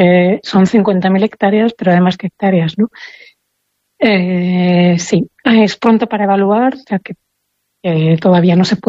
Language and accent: Spanish; Tiétar Valley, Castile and León, Spain; yo soy del Valle del Tietar